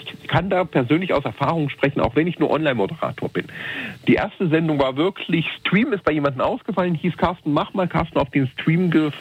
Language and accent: German; Erfurt, Thuringia, Germany; ich komme aus Erfurt und wir wissen beide, was an Erfurt an diesem Wochenende hier los ist.